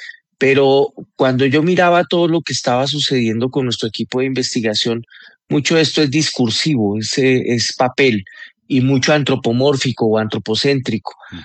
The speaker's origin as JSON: {"language": "Spanish", "country": "Colombia", "moved": "yes", "said": "Para mí como colombiano y un colombiano que lleva un buen rato fuera del país"}